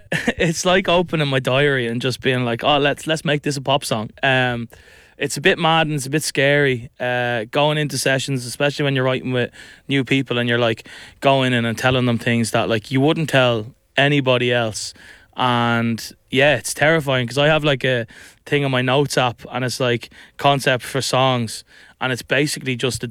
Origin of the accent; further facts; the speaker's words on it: Ireland; I'm an independent Irish artist.